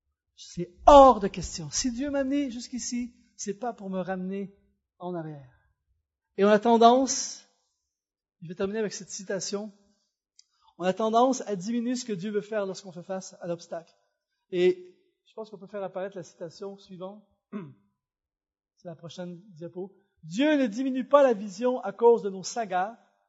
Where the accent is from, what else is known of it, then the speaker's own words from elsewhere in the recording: Quebec, Canada; accent: Québécois; Et là, je sors mon accent québécois, mais vous pensez, je connais rien ici.